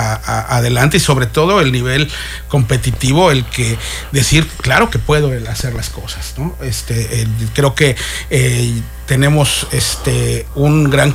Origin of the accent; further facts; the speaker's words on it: Mexico City, Mexico; born there; moved away as an adult; now in Cancún, Mexico; Yo nací en la Ciudad de México.